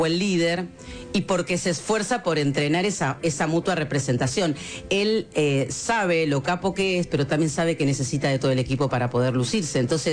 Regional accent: Argentina

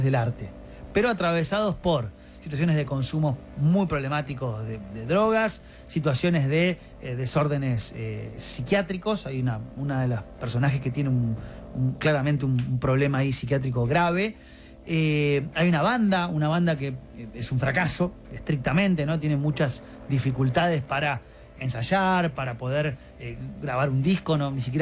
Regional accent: Merlo, Buenos Aires Province, Argentina; Yo soy músico, soy de Merlo

